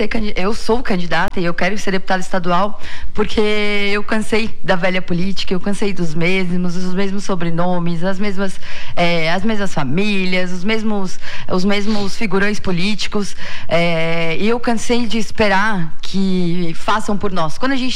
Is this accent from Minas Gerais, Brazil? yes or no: no; Tubarão, Santa Catarina, Brazil; moved away as an adult; Iniciei a minha trajetória aqui em Tubarão, nasci e cresci em Tubarão, nasci e cresci aqui, né, fui coroinha aqui na catedral, fui coroinha na passagem, fui da Legião de Maria, então conheço, né, as ruas de Tubarão